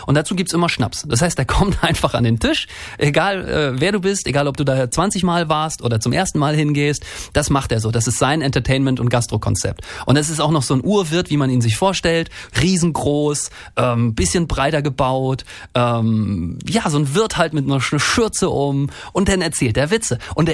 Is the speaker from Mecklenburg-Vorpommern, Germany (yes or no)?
yes; Rostock, Mecklenburg-Vorpommern, Germany; Aber ich habe mich gerade daran erinnert, ich komme ja aus Rostock und in Rostock gibt es den Stralsunder.